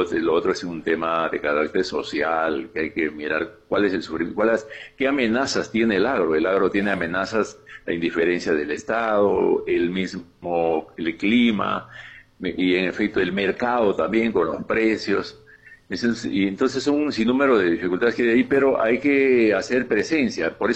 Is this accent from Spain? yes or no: no; Cajaruro, Amazonas, Peru; moved away as an adult